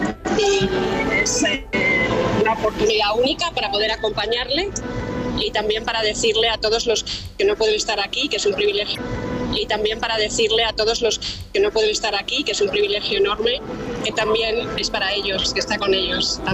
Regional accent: Madrid, Community of Madrid, Spain; Nosotros somos de Madrid, una familia de Madrid.

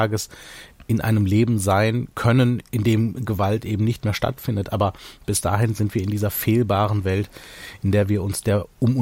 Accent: Wuppertal, North Rhine-Westphalia, Germany; also born or lived in Sri Lanka; Ich bin Mitte der 80er in Sri Lanka geboren und bin mit meinen Eltern als Kriegsflüchtling nach Deutschland gekommen und bin in Wuppertal aufgewachsen.

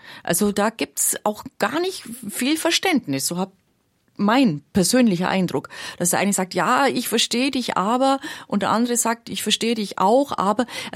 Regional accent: Bavaria, Germany; Also es ist meine Heimatregion, deswegen kenne ich mich da ein bisschen aus. Also Fellhorn, natürlich beliebtes Skigebiet

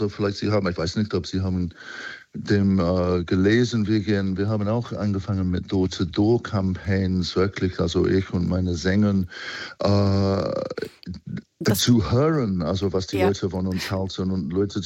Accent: England, United Kingdom; German is a second language

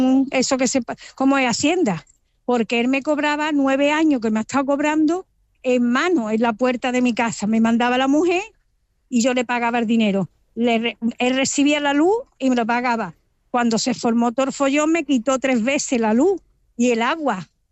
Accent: Málaga, Andalusia, Spain; Si Málaga era maravillosa, soy una malagueña de pura cepa.

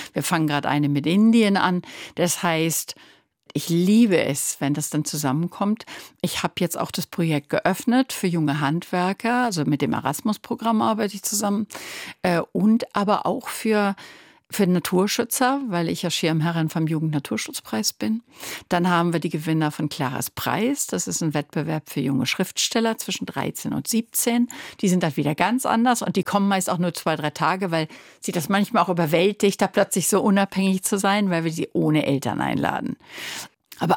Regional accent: North Rhine-Westphalia, Germany; Und ich komme ja aus dem Ruhrgebiet, wo Minen auch eine allgegenwärtige Sache waren.

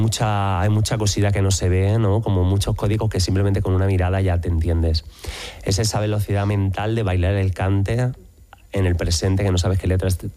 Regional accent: L'Hospitalet de Llobregat, Catalonia, Spain; born there; also born or lived in a village in the province of Seville, Andalusia; Tengo varios recuerdos de mi pueblo, pero sí que tengo ya los recuerdos más potentes son cuando llego a Barcelona, ¿no? Con 4 años.

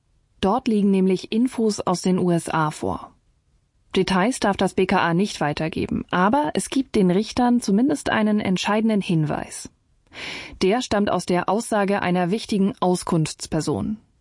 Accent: Berlin, Germany; Terror. In meiner Heimatstadt Berlin.

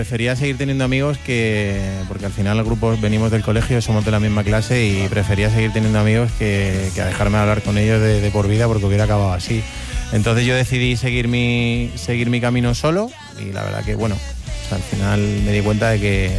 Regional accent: Cádiz, Andalusia, Spain; moved away; yo desde que salí de mi casa de Cádiz, siempre he estado rodeado de música

